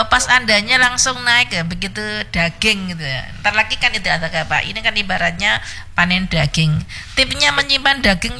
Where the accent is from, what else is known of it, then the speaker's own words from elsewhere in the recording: Surabaya, East Java, Indonesia; born there; zaman saya dulu waktu SMP ya, di Surabaya